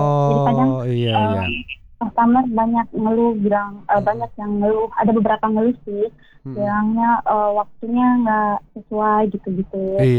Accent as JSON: {"language": "Indonesian", "region": "Sulawesi", "country": "Indonesia", "lives_now": "Jakarta, Indonesia", "said": "Terus tahun 2024 awal mulanya itu aku menjual di Sulawesi. Aku kan orang Sulawesi nih, Kak."}